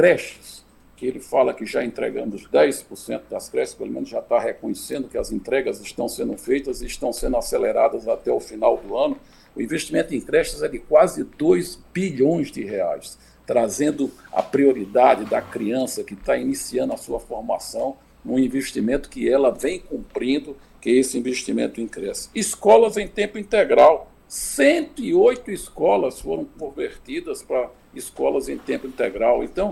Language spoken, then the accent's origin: Portuguese; Petrolina, Pernambuco, Brazil; eu sou aqui de Petrolina.